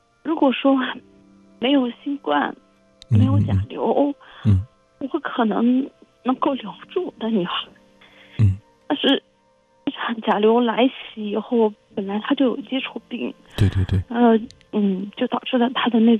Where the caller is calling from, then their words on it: Dali, Yunnan, China; 因为我们是大理这边的。